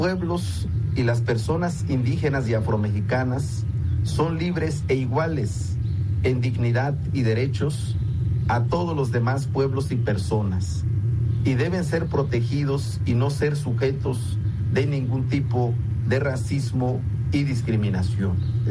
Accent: Mexico

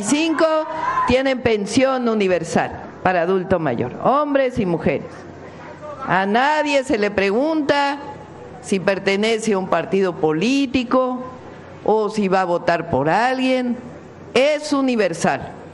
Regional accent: Mexico; Esas somos las mujeres mexicanas.

